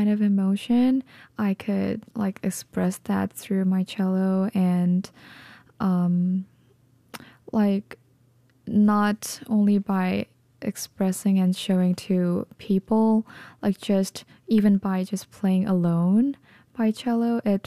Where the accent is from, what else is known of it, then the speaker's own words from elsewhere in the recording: South Korea; moved away as an adult; I grew up in Korea for like 20 years